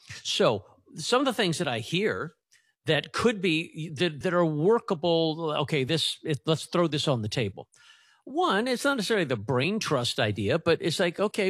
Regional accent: Virginia, United States; I'm a Virginian, I grew up in Virginia for a number of years

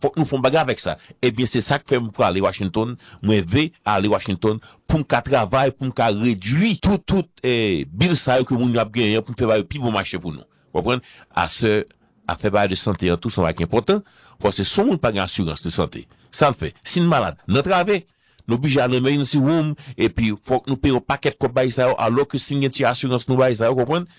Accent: Haiti; now in United States; Ici aux États-Unis. On est haïtien, moi-même

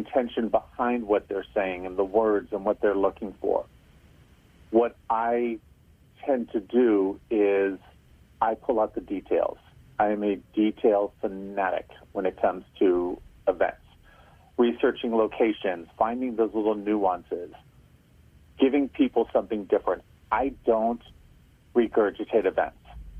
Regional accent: San Francisco, California, United States; On paper, I grew up in San Francisco. On paper, born and raised San Francisco.

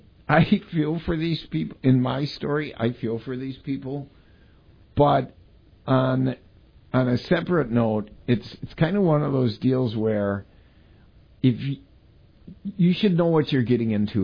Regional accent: Clintonville, Wisconsin, United States; the golf course where I grew up in Clintonville

